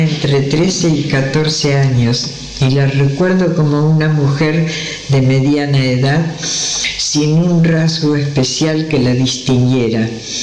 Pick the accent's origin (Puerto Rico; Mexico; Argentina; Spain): Argentina; Mones Cazón, Buenos Aires Province; also born or lived in Pehuajó; Circunstancialmente en Capital Federal, pero mi infancia transcurrió en una pequeña población llamada Mones Cazón, cerca de Pehuajó, donde mis padres poseían un campo.